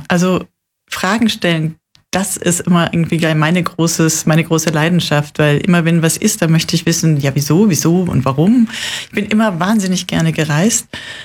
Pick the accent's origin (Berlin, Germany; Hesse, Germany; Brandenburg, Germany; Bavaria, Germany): Bavaria, Germany; Munich; moved away as an adult; also born or lived in Landsberg am Lech; Ich bin dort geboren, aber seitdem ich 3 bin, bin ich nach München gekommen und bin da in Schwabing in der Leopoldstraße aufgewachsen, zur Schule gegangen, habe dort studiert. Also ich fühle mich eigentlich dann schon eher als Münchnerin.